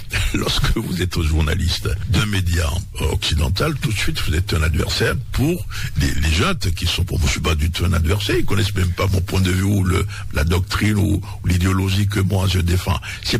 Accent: Abomey, Zou, Benin; moved away; Moi, je suis d'Abomey. Quand je viens, je vais à Abomey.

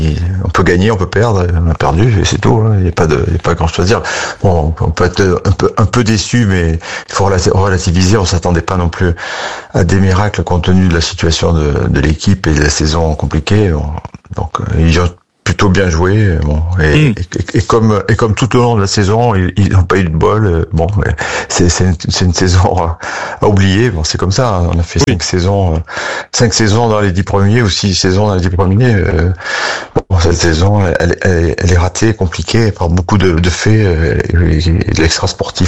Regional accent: Nice, Provence-Alpes-Côte d'Azur, France; On est niçois, mais on souffre. On n'est pas à Paris.

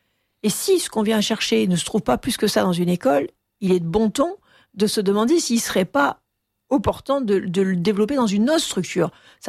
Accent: Manosque, Provence-Alpes-Côte d'Azur, France; Bon, moi, j'ai été élevée à Manosque, dans le sud-est de la France

